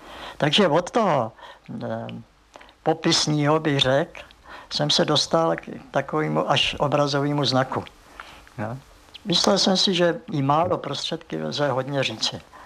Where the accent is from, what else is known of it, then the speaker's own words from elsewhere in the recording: South Bohemian Region, Czechia; now in Prague, Czechia; dělal jsem tady zkoušky a teď vidím, že nejsem přijatým, jsem z Jižní Čech.